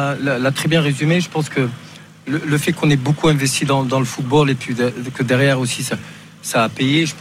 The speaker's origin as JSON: {"language": "French", "country": "France", "tie": "born or raised there", "said": "moi ma soeur quand j'ai grandi en France"}